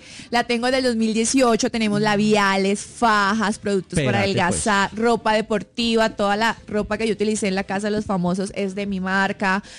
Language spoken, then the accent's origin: Spanish; Villavicencio, Meta, Colombia; Soy de Villavicencio.